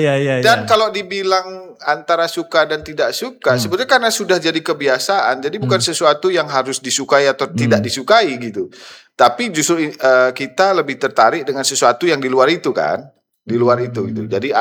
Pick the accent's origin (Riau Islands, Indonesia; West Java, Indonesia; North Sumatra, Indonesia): North Sumatra, Indonesia; Medan; born there; dulu saya tinggal di wilayah Tanjung Mulia